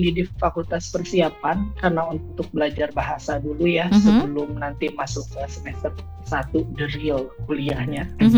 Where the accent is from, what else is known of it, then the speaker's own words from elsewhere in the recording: Soreang, West Java, Indonesia; moved away as an adult; now in Moscow, Russia; Sebelum ke Ciwidey itu kan tol paling terakhirnya di tol Soreang. Saya di situ di Soreang.